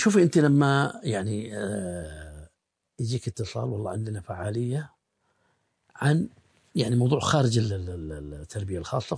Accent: Bahrain; احنا عندنا في البحرين

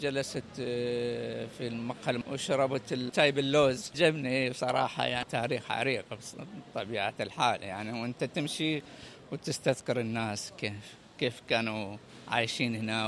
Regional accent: Iraq

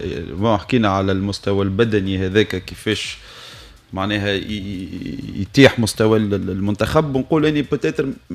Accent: Tunisia; عندنا في تونس

